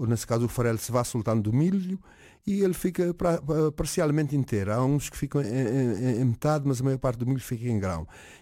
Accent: Cape Verde; born there; moved away; eu como nasci em Cabo Verde

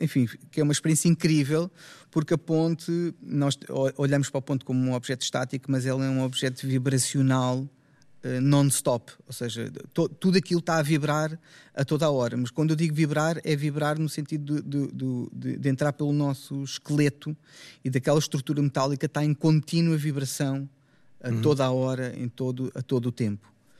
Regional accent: Oeiras, Lisbon, Portugal; desde a minha juventude, eu cresci em Lisboa, mais especificamente em Linda a Velha, no subúrbio, que é Concelho de Oeiras.

